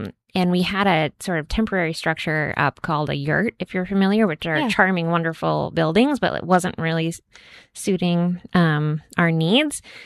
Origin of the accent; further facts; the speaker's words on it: Nashua, New Hampshire, United States; You know, I'm from Nashua. Actually, I grew up in Nashua.